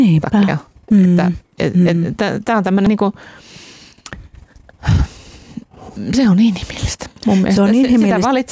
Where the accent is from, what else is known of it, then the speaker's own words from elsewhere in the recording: Sodankylä, Lapland, Finland; Valtavan hieno aapasuo tuolla Sodankylässä kotiseudullani.